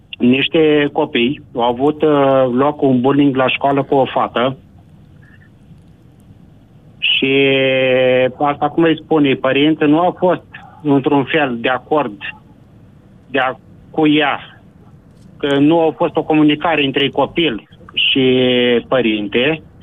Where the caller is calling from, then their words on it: Darabani, Botoșani County, Romania; Sunt din Daraban, județul Botoșani.